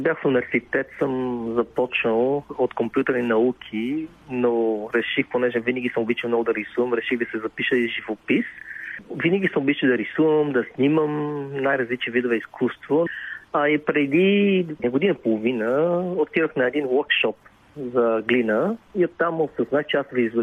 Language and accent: Bulgarian; Vietnam; also born or lived in United States; now in Bulgaria; съм от Виетнам. Сам дето съм живял на толкова различни места по света. Една трета от живота ми съм живял в Виетнам, две трети в България и една трета в щатите.